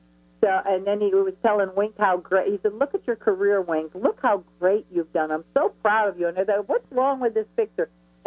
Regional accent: Las Vegas, Nevada, United States; Really, I half grew up there.

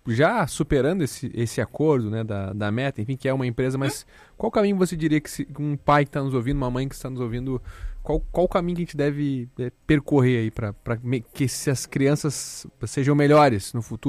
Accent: Rio Grande do Sul, Brazil; eu sou do Rio Grande do Sul, sou do interior do Rio Grande do Sul

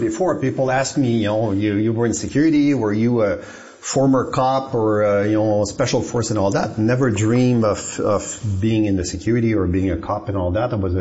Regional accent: Laval, Quebec, Canada; So I grew up in Laval, Saint-Vincent-de-Paul. You know, Saint-Vincent-de-Paul was very well known because it was the biggest prison in Canada years ago. So I grew up naturally outside the walls of this of this prison

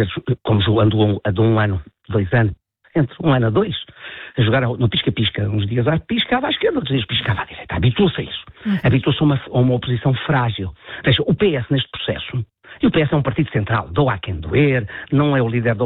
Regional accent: Portugal; eu, como português

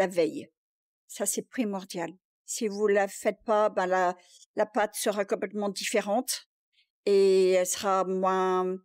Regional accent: Valenciennes, Hauts-de-France, France; moved away as an adult; also born or lived in Nice; now in Mapleton, Australia; Moi, d'origine, je suis du Nord, de Valenciennes, et j'ai habité à peu près 20 ans sur la Côte d'Azur, à Nice, avec mes parents. Et j'ai déménagé en Australie il y a à peu près 22 ans.

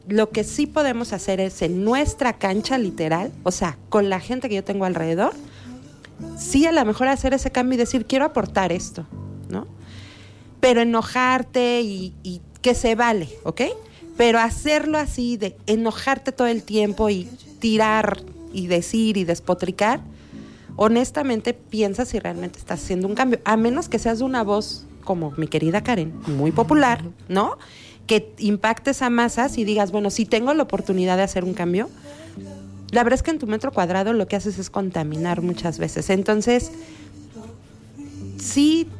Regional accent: Mexico; como mexicanos tenemos un montón de valores

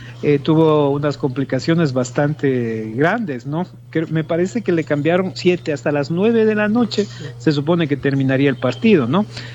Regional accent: Ecuador; todos los ecuatorianos

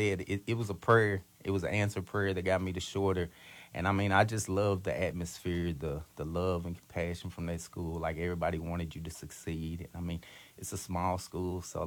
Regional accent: Newport, United States; I'm from Newport. So, like, the head start was at the old branch high school that I attended. So, like, I was a minority there.

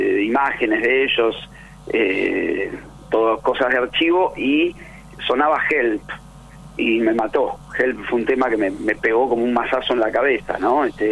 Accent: Mar del Plata, Buenos Aires Province, Argentina; yo soy de Mar del Plata.

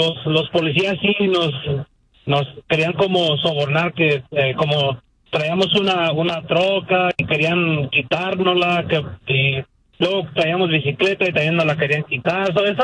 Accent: Michoacán, Mexico; A mí me tocó una vez allá en mi pueblo en Michoacán.

